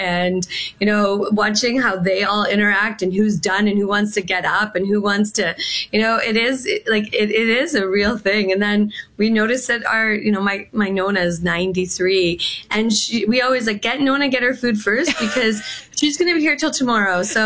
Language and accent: English; Sault Ste. Marie, Ontario, Canada; I grew up in Sault Ste. Marie